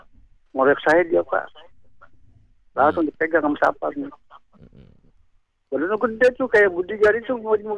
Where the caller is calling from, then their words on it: Menteng, Jakarta, Indonesia; Gue anak Menteng